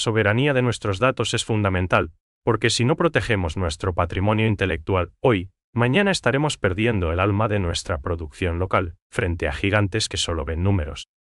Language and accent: Spanish; Paraguay